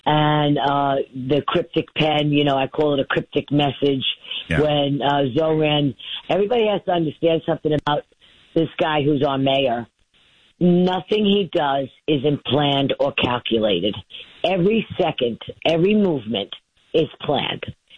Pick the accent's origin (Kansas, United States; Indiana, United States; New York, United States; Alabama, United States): New York, United States; Queens; Yes, I am from Queens. I am from the president's borough of Queens. He and I grew up not too far.